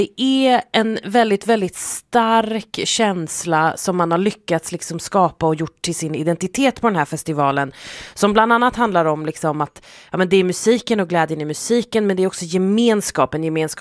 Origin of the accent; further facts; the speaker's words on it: Sweden; tycker jag i alla fall som svensk